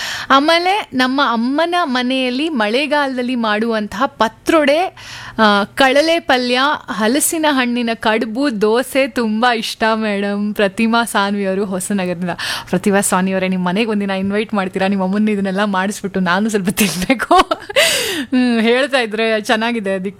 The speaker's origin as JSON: {"language": "Kannada", "region": "Karnataka", "country": "India", "said": "Because I am from the south side. ನಾವು ಸ್ವಲ್ಪ ಚನ್ನಪಟ್ಟಣ, ಮಂಡ್ಯ ಈ ಕಡೆ ಊಟ ಮಾಡಿ ಅಭ್ಯಾಸ ಇರೋರು"}